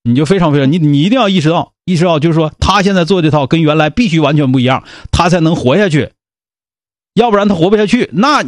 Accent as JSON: {"language": "Chinese", "region": "Northeast China", "country": "China", "tie": "born or raised there", "said": "最后咱们老家都是有一句话的，说孩子在外边好好干，实在太累了就回来，咱们东北足吃足喝"}